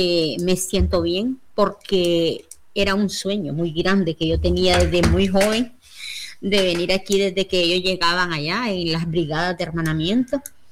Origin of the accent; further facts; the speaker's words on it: Palacagüina, Madriz, Nicaragua; mi pueblo, con proyectos grandes que tenemos en Palacahuina